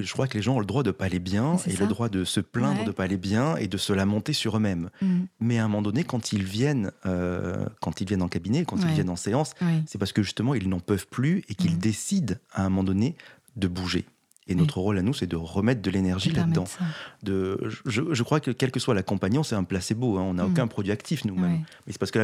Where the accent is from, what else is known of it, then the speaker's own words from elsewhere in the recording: Montpellier, Occitanie, France; je viens de Montpellier